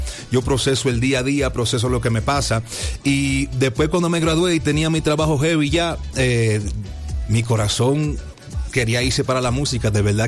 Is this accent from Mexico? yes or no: no; Switzerland; En Suiza. Yo nací y me crié en Suiza y resido en Suiza todavía.